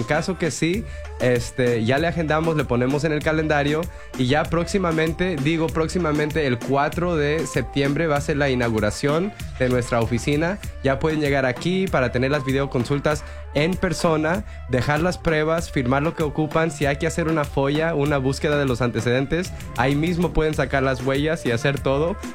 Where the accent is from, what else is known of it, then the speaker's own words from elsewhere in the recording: Davis, California, United States; also born or lived in Sacramento; Ya que soy originario de Davis y Sacramento, o sea, de aquí soy, pues ni modo, no sé, hay que empezar a abrir la oficina acá.